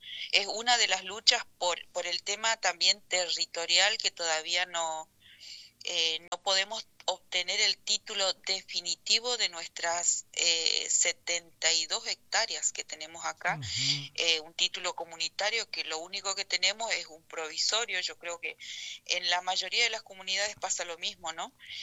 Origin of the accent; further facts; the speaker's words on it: La Tigra, Chaco, Argentina; a 200 kilómetros de la capital chaqueña, digamos, Resistencia, y estoy en La Tigra, en el paraje Lote 12. Acá nací, crecí